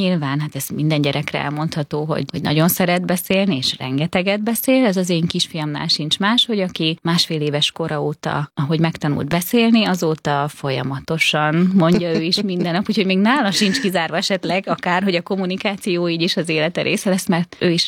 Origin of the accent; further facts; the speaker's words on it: Hungary; alapvetően magyar vagyok, magyarok vagyunk, mivel itt élünk.